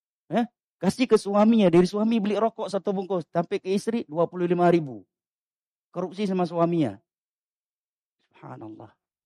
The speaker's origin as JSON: {"language": "Indonesian", "region": "Aceh", "country": "Indonesia", "said": "sebagai orang Aceh."}